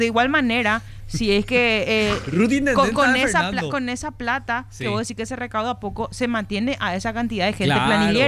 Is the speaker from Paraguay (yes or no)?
yes; Fernando de la Mora, Central, Paraguay; Yo soy de Fernando.